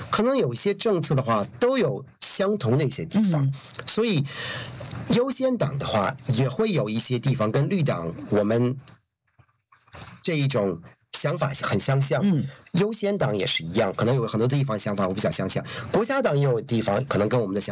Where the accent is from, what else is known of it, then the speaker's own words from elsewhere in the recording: New Zealand; 作为一个华裔的人来说，可能也是因为在新西兰长大的，对于新西兰系统也有一些了解